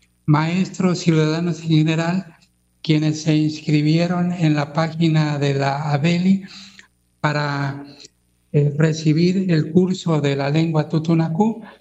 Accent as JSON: {"language": "Spanish", "town": "Coxquihui", "region": "Veracruz", "country": "Mexico", "tie": "born or raised there", "first_language": "Totonac", "second_language": "Spanish", "moved": "as an adult", "lives_now": "Papantla, Mexico", "said": "mi lengua materna tutunacú. … soy originario de Coxquiwi, Veracruz. Por cuestiones de trabajo, pues me he quedado aquí en Papantla"}